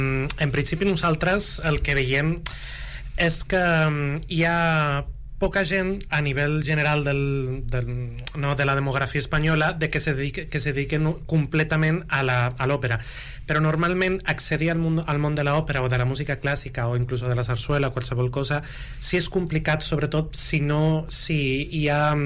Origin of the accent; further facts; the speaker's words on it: Málaga, Andalusia, Spain; Catalan is a second language; now in Barcelona, Spain; jo sóc del sur, sóc d'Andalusia, de Màlaga concretament